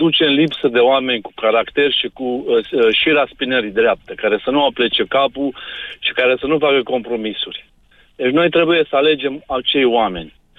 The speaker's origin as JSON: {"language": "Romanian", "country": "Romania", "tie": "born there", "also_born_or_lived": "Rome, Italy", "moved": "as an adult", "said": "sunt român, sunt născut în România și aș vrea să mor în România."}